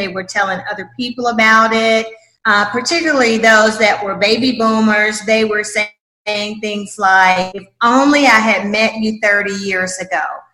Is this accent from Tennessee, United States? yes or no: yes; Chattanooga, Tennessee, United States; moved away as an adult; also born or lived in Atlanta, Georgia; I am of Chattanooga, Tennessee. Lived in Atlanta for 30 years before migrating back to my hometown, and I'm a graduate of the University of Tennessee